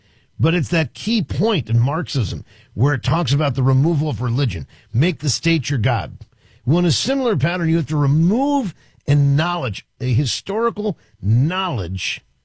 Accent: Washington, District of Columbia, United States; the neighborhood I grew up in Washington, D.C.

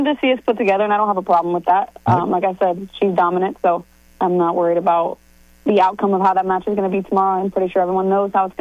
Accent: Ohio, United States; I'm from Ohio, so I got a little bit of countryside in me, so.

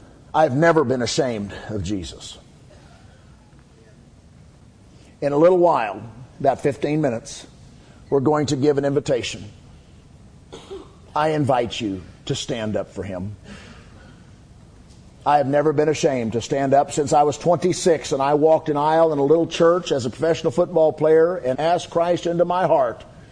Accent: United States; we enjoy as American citizens.

